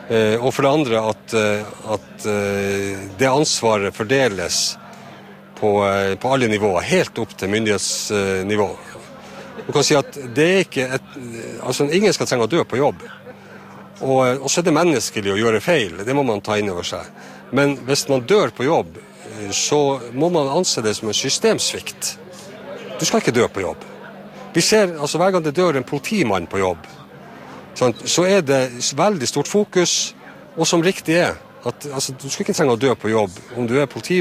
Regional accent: Kjøllefjord, Finnmark, Norway; jeg er jo født og oppvokst i Kjøllefjord i et fiskevær

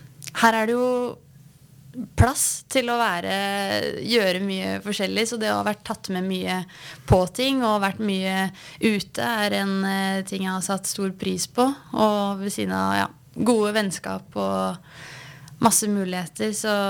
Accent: Nore og Uvdal, Buskerud, Norway; Oppveksten min i Nore Udral har hatt altså vært alt man kan drømme om egentlig, litt store ord, men jeg ville ikke hatt noen annen oppvekst. Det har vært frihet og mulighet til å utfolde seg og trygge rammer

